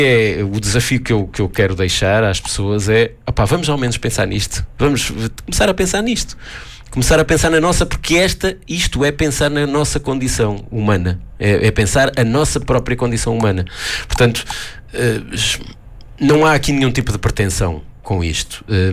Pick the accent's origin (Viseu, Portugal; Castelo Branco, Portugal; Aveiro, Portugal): Aveiro, Portugal; Gafanha da Nazaré; moved away as an adult; also born or lived in Coimbra; a rádio na altura pirata da minha terra